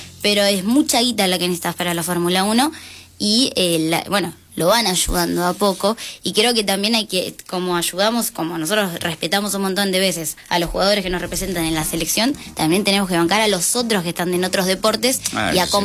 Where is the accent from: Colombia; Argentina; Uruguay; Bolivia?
Uruguay; Yo soy uruguayo.